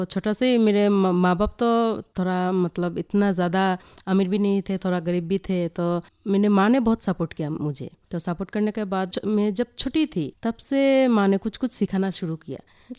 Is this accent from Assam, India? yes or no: yes; Maibang, Assam, India; मैं तो छोटा शहर से हूँ, माईबंग से।